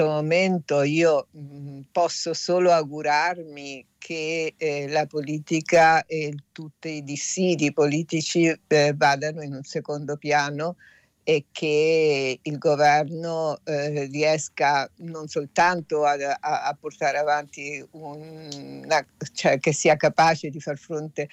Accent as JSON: {"language": "Italian", "country": "Venezuela", "said": "Come venezuelana"}